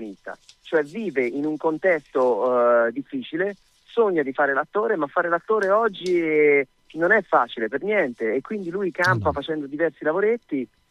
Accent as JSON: {"language": "Italian", "town": "Florence", "region": "Tuscany", "country": "Italy", "tie": "born or raised there", "also_born_or_lived": "Bagno a Ripoli", "said": "Sono fiorentino, nel cuore e nell'anima, ma sono nato sui Colli."}